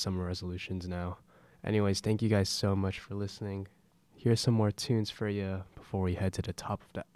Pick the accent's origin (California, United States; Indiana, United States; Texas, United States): California, United States; I'm from Cali